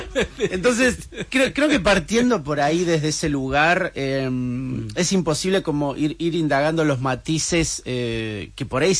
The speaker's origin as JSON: {"language": "Spanish", "region": "Corrientes", "country": "Argentina", "said": "como parte de la clase baja de este país, de la clase migrante también migrante, de este país, yo soy correntino, te das cuenta que atraviesa todo, ¿no?"}